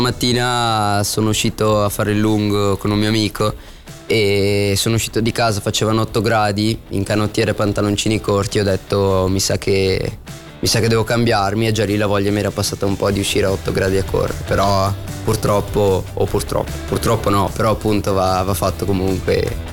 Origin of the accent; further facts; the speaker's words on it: Barbengo, Ticino, Switzerland; io sono di Barbengo, abito a Barbengo e sono qua vicino.